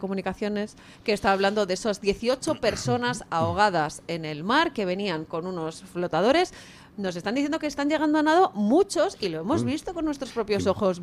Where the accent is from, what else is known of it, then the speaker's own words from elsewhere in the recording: Spain; es mío como española.